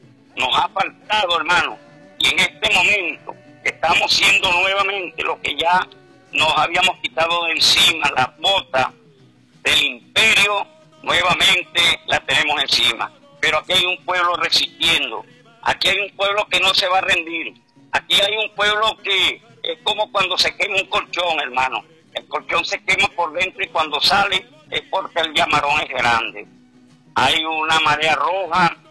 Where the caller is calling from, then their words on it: Venezuela